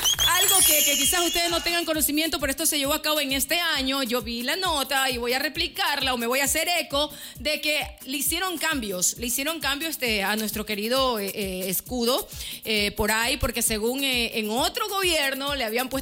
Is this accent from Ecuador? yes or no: yes; Ecuador; born there; decir que nací en Ecuador.